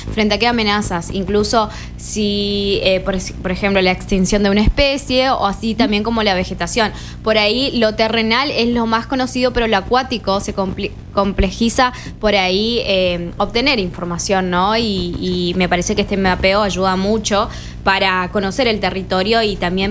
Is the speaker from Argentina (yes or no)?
yes; Argentina